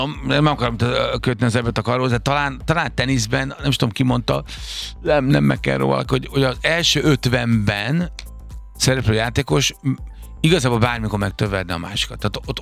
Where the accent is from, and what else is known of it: Zugló, Budapest, Hungary